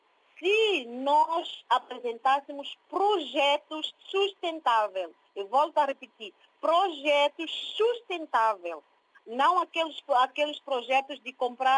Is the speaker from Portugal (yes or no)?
no; São Tomé & Príncipe; E se estou a falar de Santo Tomé e Príncipe, nós somos ilha.